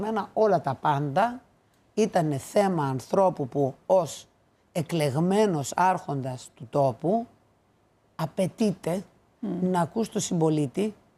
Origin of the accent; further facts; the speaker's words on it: Trypotamos, Western Macedonia, Greece; also born or lived in Germany; Τρυπόταμο της Φλόρινας σε ένα χωριό 300 ανθρώπων, mm. που δεν έχει τον ήλιο μοίρα, είπαμε, η Πινέζ όταν έμπαινε στο χάρτη, χανόταν το χωριό μου.